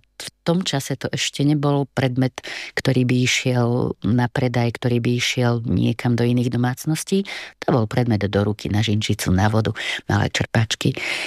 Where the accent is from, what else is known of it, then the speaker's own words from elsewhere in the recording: Pozdišovce, Košice Region, Slovakia; môj starý otec, dedo, pochádzam z Pozdyšoviec, bol práve kolesár.